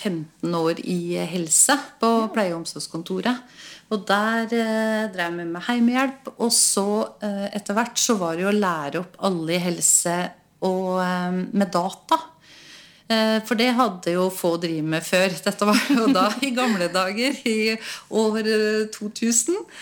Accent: Ål, Buskerud, Norway; Jeg har vokst opp i Liagarden, på en gard der. Så der bodde jeg da til jeg var 19 år.

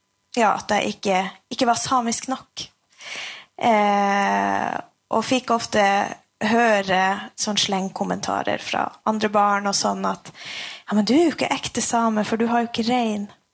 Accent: Nesseby, Finnmark, Norway; accent: Nesseby Sami dialect; min samiske dialekt, for jeg har sånn Nesseby-dialekt. Den er litt annerledes. og det er ikke så mange som snakker den

